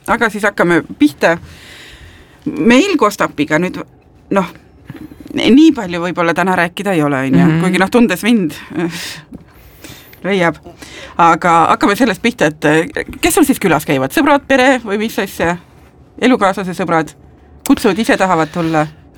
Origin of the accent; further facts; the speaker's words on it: Tartu, Tartu County, Estonia; mina kui tartlane, mina sellistel atraktsioonidel pole osalenud, kodulinnas keegi ei käi turisti mängimas enamasti.